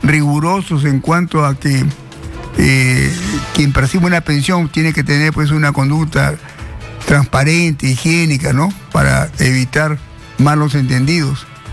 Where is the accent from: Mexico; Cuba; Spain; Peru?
Peru